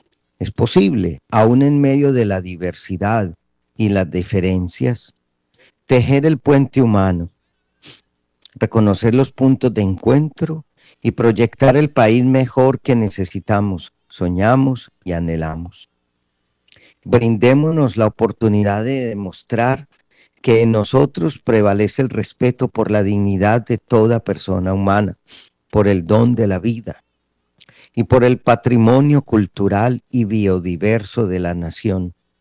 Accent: Colombia; Nuestro deber como colombianos

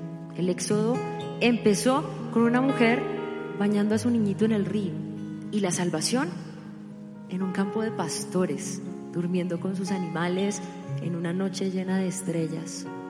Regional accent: Colombia; aquí hay una colombiana que los quiere muchísimo.

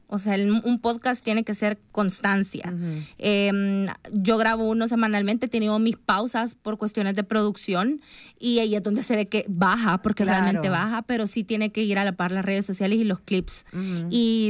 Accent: El Salvador; Nosotros crecimos creyendo siempre como, ay, es que como soy de El Salvador, no se puede.

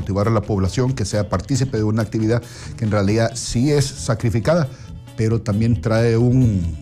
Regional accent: El Salvador

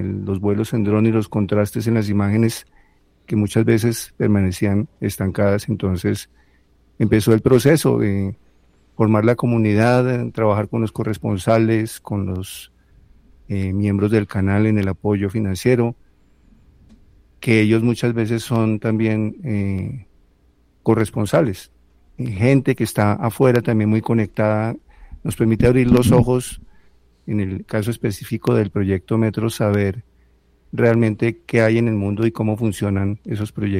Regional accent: Bogotá, Bogotá D.C., Colombia

